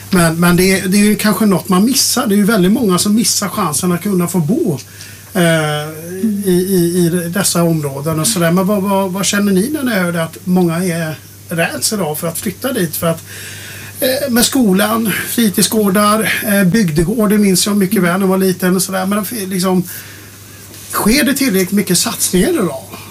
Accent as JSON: {"language": "Swedish", "region": "Västra Götaland County", "country": "Sweden", "tie": "born or raised there", "said": "för jag är uppväxt i Dalsland, och jag vet hur det var liksom, att gå 2 mil för att komma till Vänersborg"}